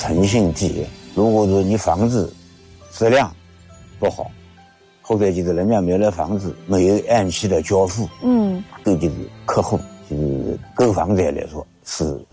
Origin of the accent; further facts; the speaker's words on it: Yangzhou, Jiangsu, China; now in Baokang, China; 我老家是江苏扬州的